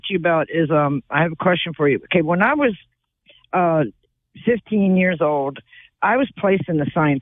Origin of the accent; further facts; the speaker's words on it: Baltimore, Maryland, United States; born there; I was born in Baltimore, so I've been on just about all the forts in Northern Virginia with the newspapers.